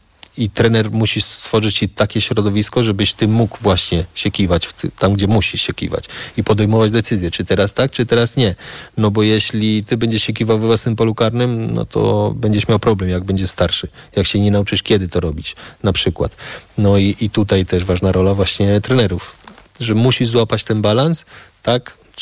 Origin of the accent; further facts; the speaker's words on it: Spain; jak ja się wychowałem w Hiszpanii i mi jak grałem w piłkę, jak jako dzieciak, jako starszy zwracali mi na to uwagę